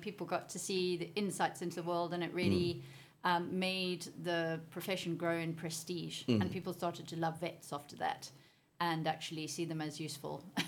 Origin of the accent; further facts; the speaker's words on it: Cape Town, Western Cape, South Africa; moved away as an adult; also born or lived in United Kingdom; now in Mallorca, Spain; I'm from Cape Town.